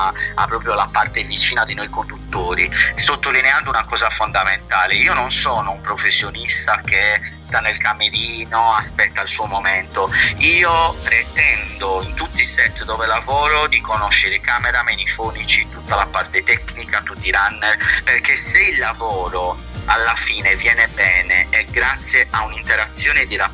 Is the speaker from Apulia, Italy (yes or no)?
no; Sardinia, Italy; io sono sardo